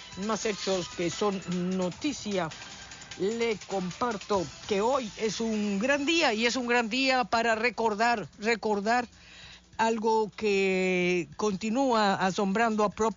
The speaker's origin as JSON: {"language": "Spanish", "country": "Mexico", "said": "esta grandiosa y hermosa comunidad que somos los mexicanos."}